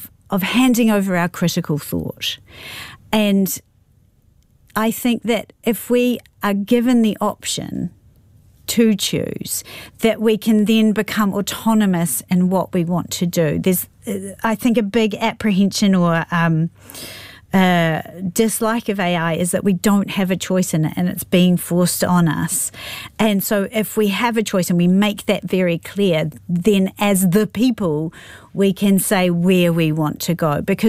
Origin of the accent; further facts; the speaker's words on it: New Zealand; who you are as a New Zealander